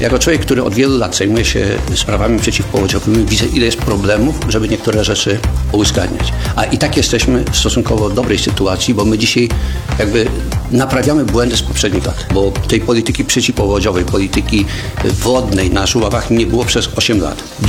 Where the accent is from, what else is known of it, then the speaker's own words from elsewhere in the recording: Warmian-Masurian Voivodeship, Poland; u nas na Warmii i Mazur